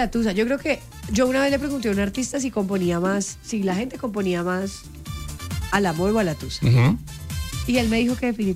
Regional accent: Cali, Valle del Cauca, Colombia; lo decía como caleña y como parte de la cultura de mi ciudad, que amo además ese lugar, es bien lindo, sí. Callito, algún día que vayamos a Cali te lo muestro.

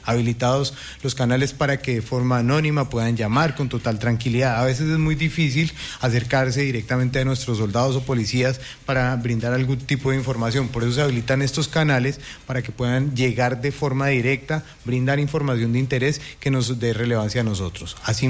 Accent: Colombia; estamos acá como colombianos, como ciudadanos colombianos también

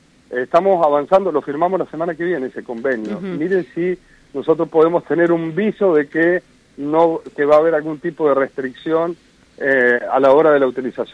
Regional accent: San Rafael, Mendoza, Argentina; somos el corazón de Mendoza y tenemos que defendernos de los ataques de todo el mundo, más sanrafaelinos que nunca

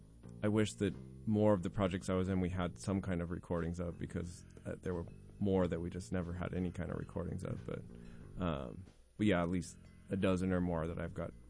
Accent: Yakima, Washington, United States; now in Seattle, United States; So I grew up in Yakima

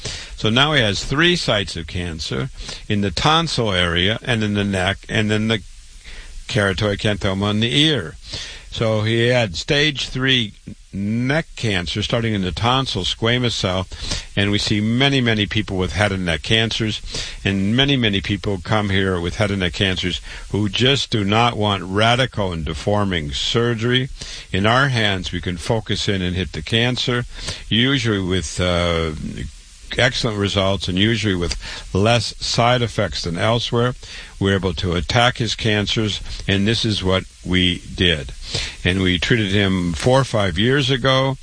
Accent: Waterloo, Iowa, United States; I'm a triple board certified cancer doctor. I was born and raised in Waterloo, Iowa. I went to public school, university, MD at 25

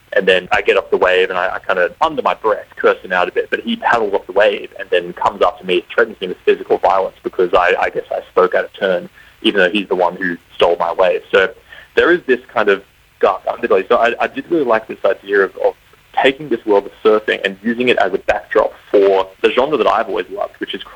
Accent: Byron Bay, New South Wales, Australia; my hometown of Byron Bay

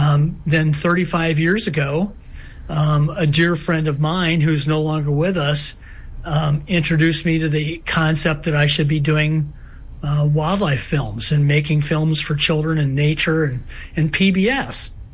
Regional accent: St. Louis County, Missouri, United States; I came from St. Louis, Missouri originally, and grew up in the country. St. Louis County used to be actually all farms and fields and pastures and woods when I grew up.

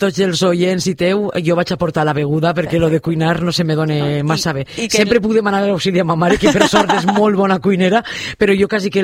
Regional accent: Vall d'Alba, Valencian Community, Spain; de més menuda quan hi ha la fresca a Valldalba, que damunt al meu carrer hi havia molta tradició

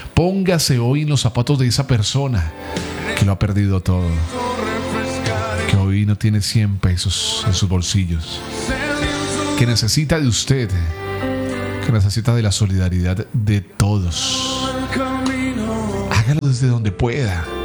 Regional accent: Cali, Valle del Cauca, Colombia; como caleños, como vallecaucanos

